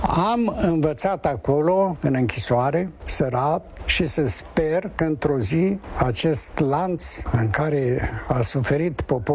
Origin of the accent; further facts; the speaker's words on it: Chernivtsi, Chernivtsi Oblast, Ukraine; le-am povestit colegilor că eu sunt din Cernăuți.